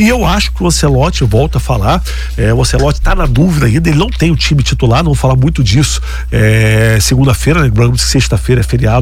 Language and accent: Portuguese; Brazil; eu sou brasileiro até o final